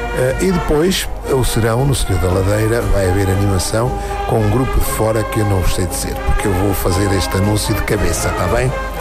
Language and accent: Portuguese; Arganil, Centro, Portugal; a Filarmónica da minha terra